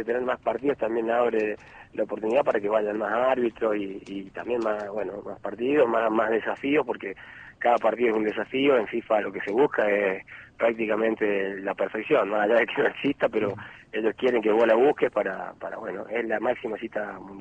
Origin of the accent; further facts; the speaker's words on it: Chilecito, La Rioja, Argentina; yo soy de acá, crecí acá en Chilecito